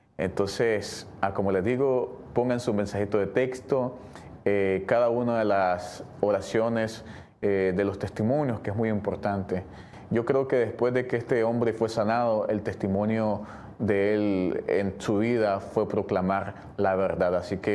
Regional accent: Nicaragua

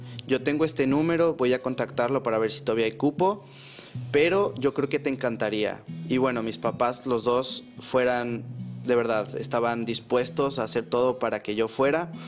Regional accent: Mexico; now in Miami, United States; Texas está lleno de mexicanos. Entonces sí fue una manera de también sentirme en mi tierra. Y de ver que también, no importar que estoy en Estados Unidos, puedo ser yo mismo

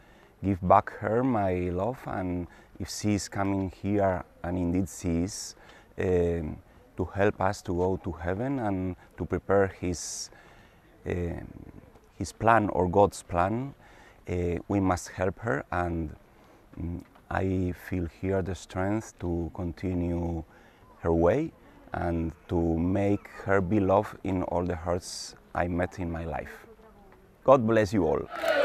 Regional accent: Spain; from Spain, and I have been so many times here in Medjugorje.

